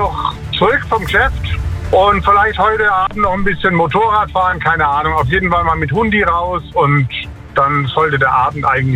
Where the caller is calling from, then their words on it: Aalen, Baden-Württemberg, Germany; Aus Aalen.